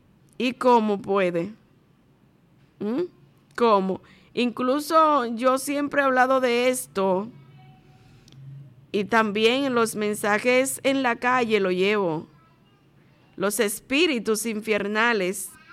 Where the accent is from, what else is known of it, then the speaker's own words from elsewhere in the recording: Dominican Republic; no como dominicana, porque esa es otra cosa, sino como cristiana